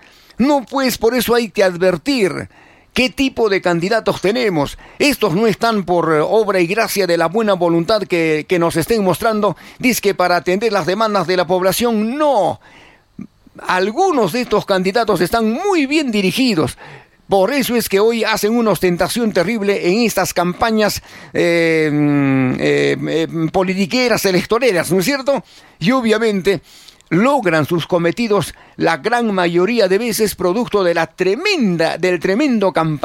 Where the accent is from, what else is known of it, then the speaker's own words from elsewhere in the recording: Arequipa, Peru; nosotros como arequipeños